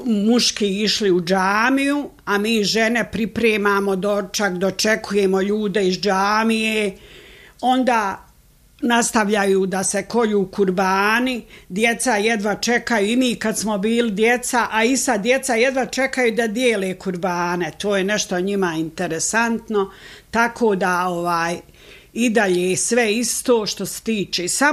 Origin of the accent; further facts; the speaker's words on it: Vogošća, Federation of Bosnia and Herzegovina, Bosnia & Herzegovina; Onda sam se, kad sam se udala, ja sam inače i rodom iz Vogošće, a u Vogošći ovdje sam se i udata.